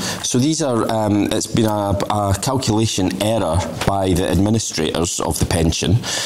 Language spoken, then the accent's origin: English; Scotland, United Kingdom; I know I'm Scottish and miserable, but I just hate it.